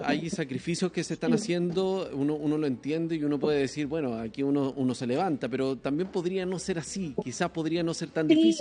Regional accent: Chile; Estamos tremendamente orgullosos como chilenos.

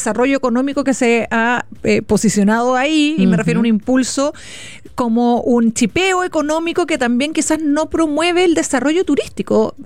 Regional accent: Chile; necesitamos también educarnos como chilenos

